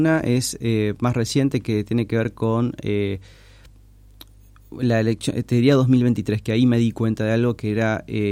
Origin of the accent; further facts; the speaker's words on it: Tierra del Fuego, Argentina; moved away as an adult; also born or lived in Buenos Aires; creo que a partir de mi generación empezamos a volver mucho más convencidos, digamos, ¿no? A Tierra del Fuego.